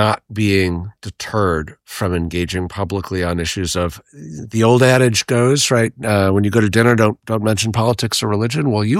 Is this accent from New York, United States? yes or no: yes; New York, United States; So I'm a New Yorker through and through. I'm a fourth generation New Yorker. And I grew up in New York